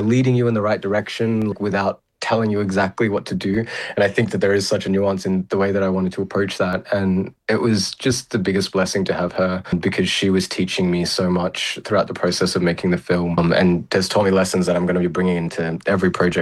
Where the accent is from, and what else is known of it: Australia